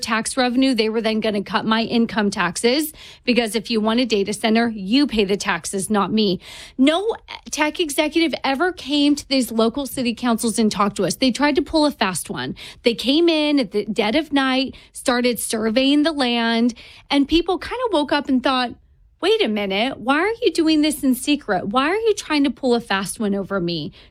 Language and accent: English; California, United States; And I'm from California. They use less water than my almond farm.